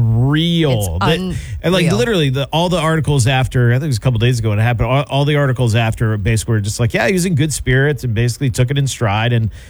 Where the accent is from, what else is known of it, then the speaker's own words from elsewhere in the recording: Maine, United States; We're from Maine and we never see alligators.